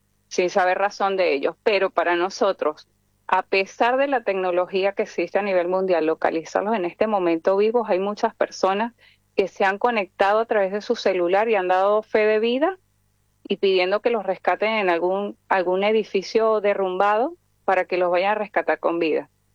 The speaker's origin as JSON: {"language": "Spanish", "country": "Argentina", "moved": "yes", "lives_now": "Venezuela", "said": "Yo soy una argentina que emigró hace años a Venezuela, justamente a la zona de Vargas, donde está la tragedia en este momento."}